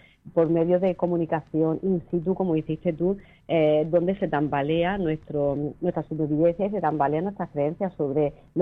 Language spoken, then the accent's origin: Spanish; Vélez-Rubio, Andalusia, Spain; Además, yo soy de Belerrubio, relativamente cerca.